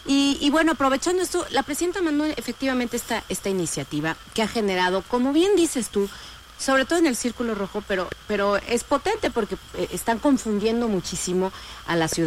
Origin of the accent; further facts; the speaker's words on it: Mexico; no es válido que como mexicanos y mexicanas exijamos una persona que no tenga vínculos con dos países al mismo tiempo.